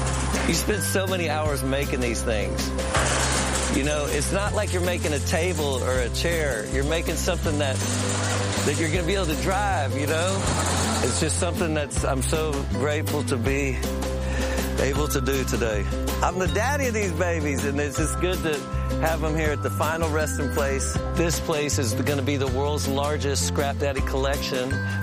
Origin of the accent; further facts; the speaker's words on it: Houston, Texas, United States; I just feel so grateful growing up in Houston. I can't imagine it growing up somewhere else.